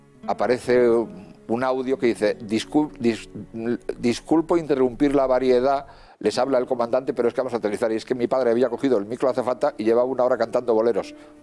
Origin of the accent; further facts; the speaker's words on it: Madrid, Community of Madrid, Spain; born there; no puedo ser más granviero que tú lo eres oficialmente, pero yo es que nací en Leganitos.